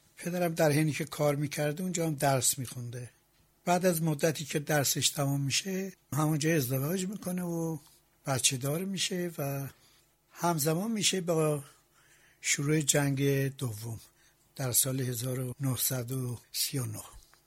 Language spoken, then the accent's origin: Persian; Ardabil, Ardabil Province, Iran; born there; در سال 1328 در اردبیل متولد شدم.